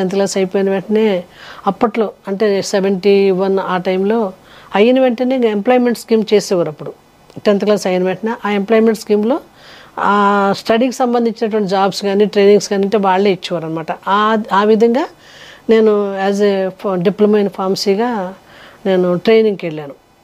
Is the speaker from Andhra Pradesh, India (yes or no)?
yes; Bhimavaram, Andhra Pradesh, India; Lutheran rest house road, భీమవరంలోనే rest house road, మాది Bhimavaram. So భీమవరంలోనే rest house, అక్కడే పుట్టాను, అక్కడే పెరిగాను.